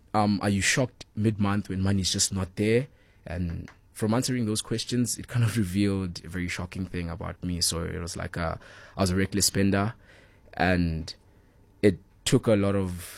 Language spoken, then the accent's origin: English; Hillbrow, Gauteng, South Africa; also born or lived in Kempton Park; I was born in Hillbrow. I lived there for 12 years and then moved to Kempton Park.